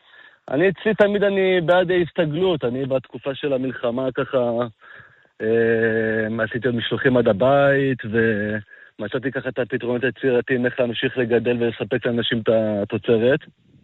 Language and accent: Hebrew; Tel Aviv, Tel Aviv District, Israel; moved away as an adult; now in Ein Ya'akov, Israel; אני בכלל בא מהעיר הגדולה, מתל אביב